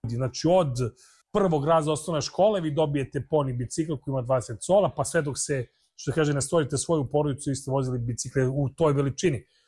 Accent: Serbia; mi smo svašta prošli kao narod, ne samo mislim mi kao Srbi, nego bukvalno cijela stara Jugoslavija je mislim, prošla sve i svašta.

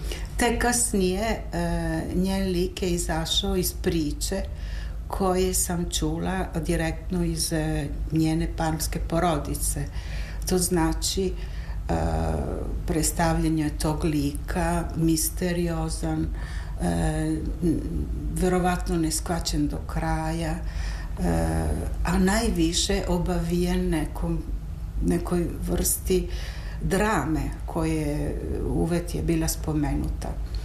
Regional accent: Parma, Emilia-Romagna, Italy; Serbian is a second language; Nije za nas koji živimo i rođeni smo u Parmi ime Barili nepoznato.

